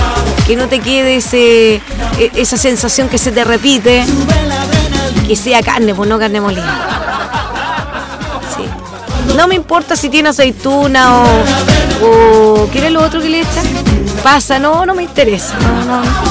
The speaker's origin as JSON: {"language": "Spanish", "country": "Chile", "said": "yo soy buena chilena"}